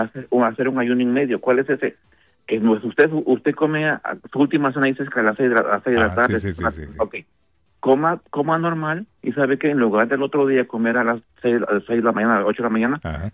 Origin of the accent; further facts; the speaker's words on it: Mexico; Yo soy mexicano.